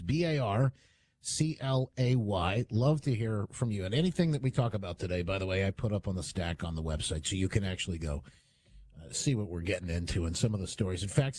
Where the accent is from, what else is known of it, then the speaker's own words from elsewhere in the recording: Michigan, United States; in my home state of Michigan, where I'm coming to you from today